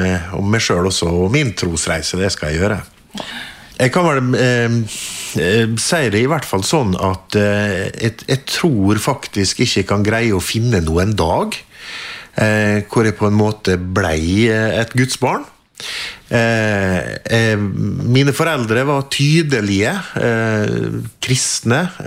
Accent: Molde, Møre og Romsdal, Norway; moved away; Jeg kommer jo fra Molde, født og oppvokst der. Traff ei jente i Bergen og gifta meg og har fått 4 barn.

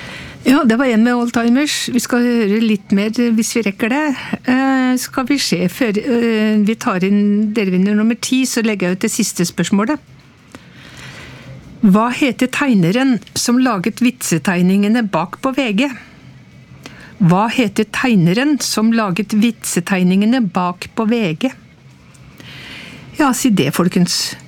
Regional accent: Rakkestad, Østfold, Norway; Ja, jeg vokste opp i Rakkestad. I Indre. Nesten inn ved Linnekleppen.

